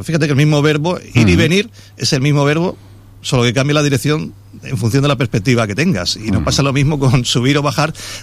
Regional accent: Valencian Community, Spain; Es verdad que nosotros pues tenemos nuestra forma de hablar también muy en este caso relacionada pues por la presencia del valenciano, de un valenciano también bastante peculiar, porque somos de las últimas zonas donde se habla valenciano

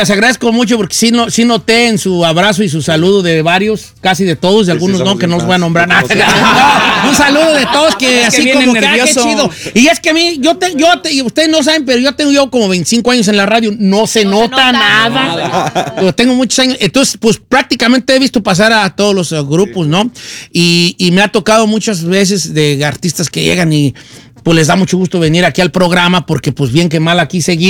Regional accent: Guanajuato, Mexico; Yo también soy de Guanajuato.

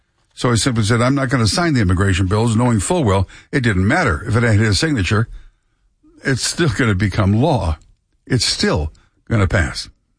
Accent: Midwest, United States; I grew up in the Midwest. There was a very, very, you know, large part of town that was all Polish, large part of town that was Czechoslovakian

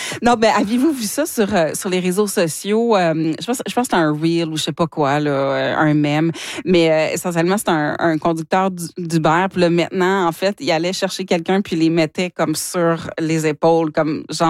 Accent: Hearst, Ontario, Canada; born or raised there; moved away

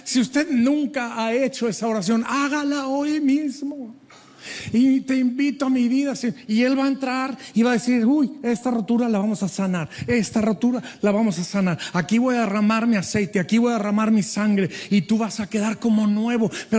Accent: Durango, Mexico; porque como soy de Durango, México, lo primero que pienso es pan dulce con chocolate, abuelita.

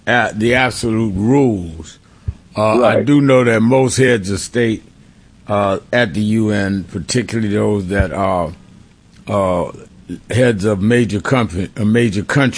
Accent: New York, United States; I grew up in Breadbasket in SCLC, New York, not in Atlanta.

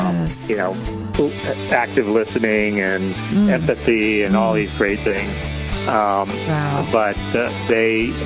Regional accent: Florida, United States; I'm born and raised in Central Florida

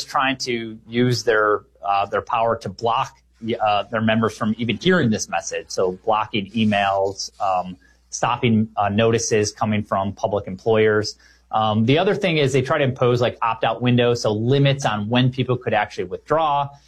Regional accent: Illinois, United States; if you were from like my home state of Illinois, where my parents, you know, my dad was school teacher

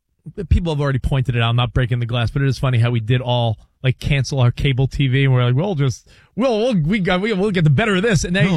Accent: New York, United States; I'm from New York.

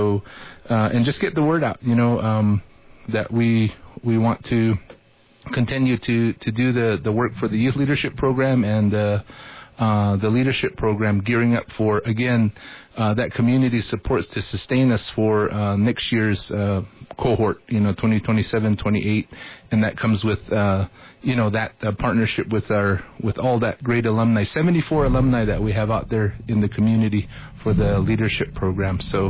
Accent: Moenkopi, Arizona, United States; And of course I'm coming from Munklabi where I'm from to here, but for the program.

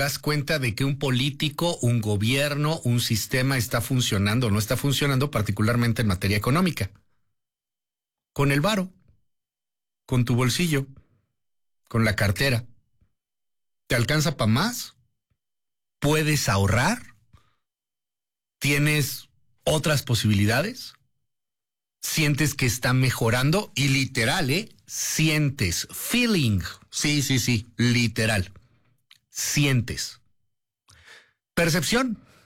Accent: Mexico

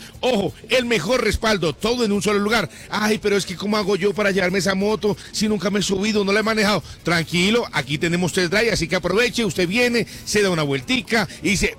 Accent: Colombia; Así que aprovechen para que vengan aquí al costo de Venecia, porque somos orgullosamente colombianos.

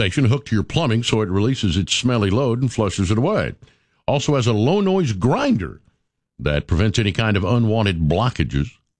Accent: Sevierville, Tennessee, United States; that's when I first discovered, growing up in Sevierville, that's when it's the first time we ever went to Frank Allen's Market.

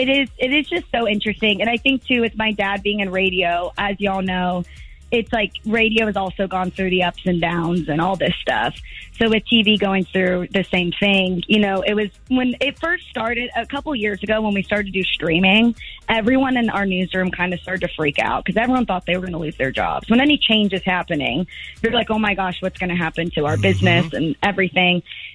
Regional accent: Texas, United States; now in St. Louis, United States; I'm from Texas.

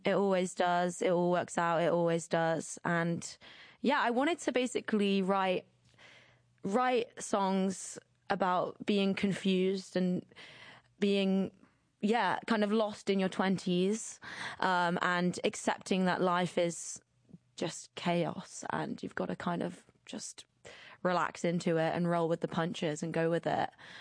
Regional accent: England, United Kingdom; This is all I've ever really dreamed about since I was like a little girl growing up in the Midlands.

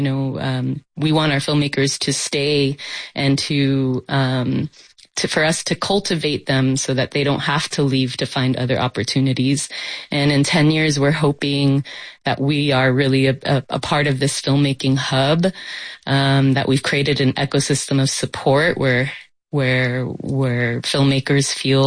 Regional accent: El Paso, Texas, United States; born or raised there

